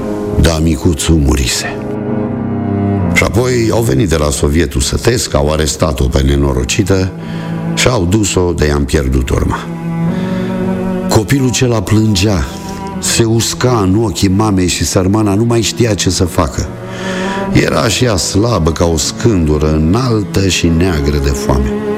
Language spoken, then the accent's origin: Romanian; Moldova; aveam 9 ani, așa că mi-l aduc aminte, binișor. … din Vărati Grâșcani